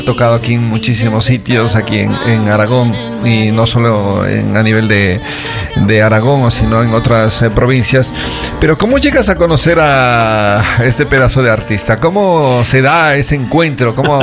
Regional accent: Ecuador; now in Zaragoza, Spain; como yo, como ecuatoriano

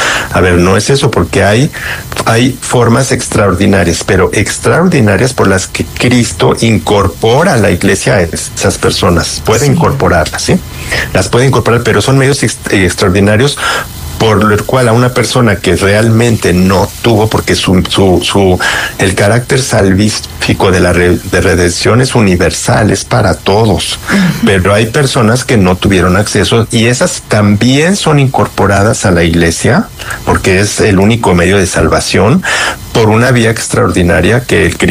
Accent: Mexico; yo soy mexicano

